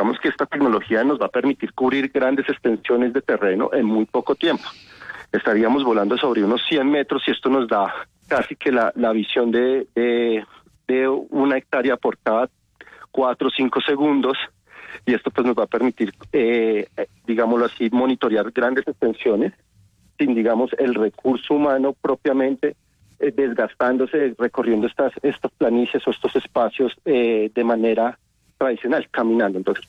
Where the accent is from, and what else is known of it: Colombia